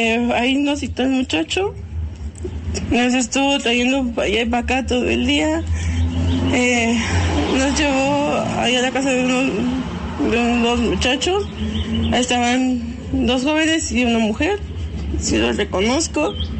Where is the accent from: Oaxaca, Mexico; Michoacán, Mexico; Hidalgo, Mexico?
Hidalgo, Mexico; Tlahuelpan; Yo soy de Hidalgo, de Tlahuelpan, Hidalgo.